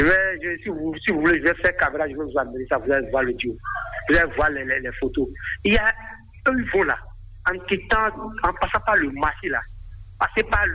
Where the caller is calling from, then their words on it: Adjohoun, Ouémé, Benin; Je suis à Sobaïzac, depuis Azonfer, dans la commune d'Adjou.